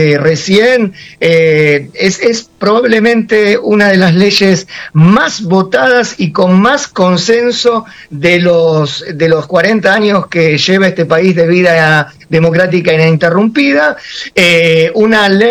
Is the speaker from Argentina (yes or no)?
yes; Argentina